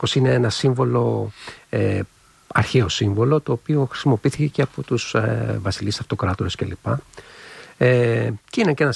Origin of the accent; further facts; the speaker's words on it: Greece; moved away; also born or lived in China; έλεγα ότι είμαι Έλληνας